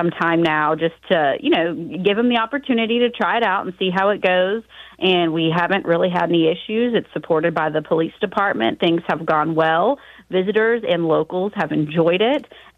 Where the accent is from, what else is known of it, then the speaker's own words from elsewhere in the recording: Louisville, Kentucky, United States; now in Myrtle Beach, United States; my hometown of Louisville.